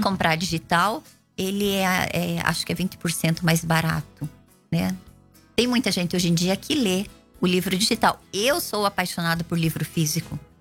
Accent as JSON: {"language": "Portuguese", "town": "Telêmaco Borba", "region": "Paraná", "country": "Brazil", "tie": "born or raised there", "said": "É a cidade onde eu nasci, é aqui onde eu aprendi a escrever, onde eu dei meus primeiros passos."}